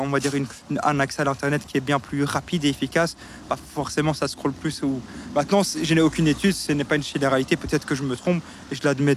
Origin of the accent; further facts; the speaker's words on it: Ixelles, Brussels-Capital Region, Belgium; born there; Si vous voulez, moi, à la base, je suis né ici à Ixelles.